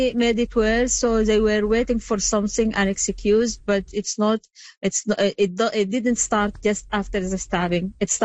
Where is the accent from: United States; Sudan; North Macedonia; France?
Sudan; I'm one of them. I am from Sudan too.